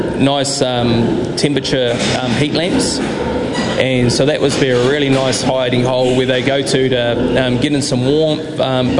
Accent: Opunake, Taranaki, New Zealand; from Stanley Bros here in Openeki, Taranaki.

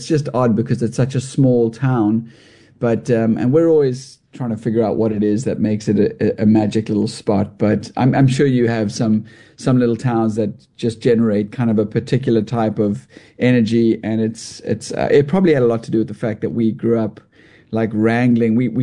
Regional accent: Cape Town, Western Cape, South Africa; I mean, I'm from Cape Town, so we have, I suppose, as close to just epic landscapes here as I think you guys take the cake for that.

